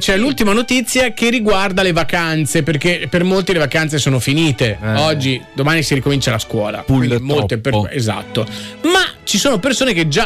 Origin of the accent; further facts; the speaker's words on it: Emilia-Romagna, Italy; è un cognome molto diffuso dalle nostre parti in Romagna.